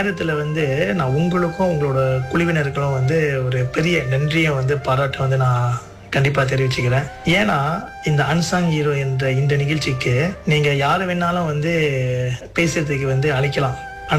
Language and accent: Tamil; Seberang Jaya, Penang, Malaysia; பிறந்தது வளர்ந்தது எல்லாமே சிபராங் ஜயா பிராய் பினாங் என்ற இடத்துல தான்.